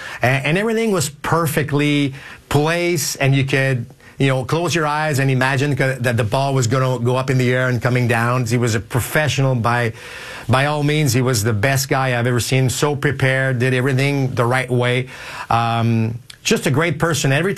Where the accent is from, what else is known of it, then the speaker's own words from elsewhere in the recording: Quebec City, Quebec, Canada; I listened to him when I was young. I'm from Quebec City, so I didn't get a chance to go to the Olympic Stadium many times, so I had to listen to him.